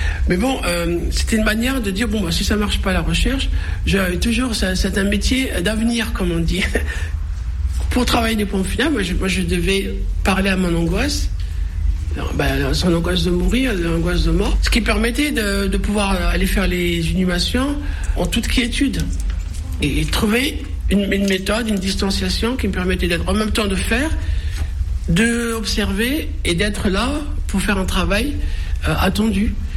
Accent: Skikda, Skikda Province, Algeria; born there

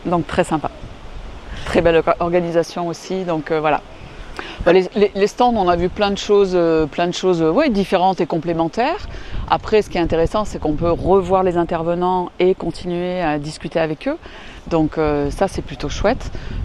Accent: Auvergne-Rhône-Alpes, France

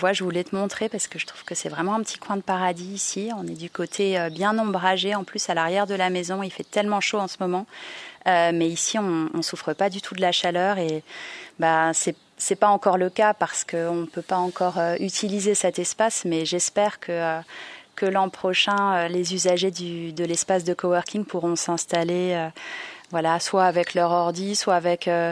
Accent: Strasbourg, Grand Est, France; born there; moved away as an adult; also born or lived in Germany; moi je suis originaire de Strasbourg, donc évidemment j'ai des racines et des traditions alsaciennes assez fortes. Et puis comme je l'ai dit tout à l'heure, j'ai vécu en Allemagne pendant 10 ans.

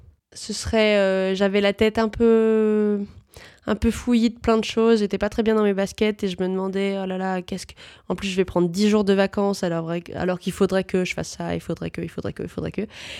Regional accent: Lyon, Auvergne-Rhône-Alpes, France; Moi, je suis lyonnaise d'origine. Tout de suite, grandi dans une grande ville qui n'était pas du tout aménagée quand j'étais plus jeune.

